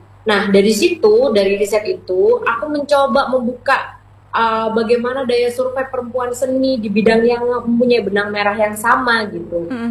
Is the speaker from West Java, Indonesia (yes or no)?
no; East Java, Indonesia; dan tidak hanya menjadi dari sudut pandang aku sebagai orang Madura gitu. Orang-orang yang di luar Madura bahkan lebih tertarik mungkin dengan budaya kita gitu.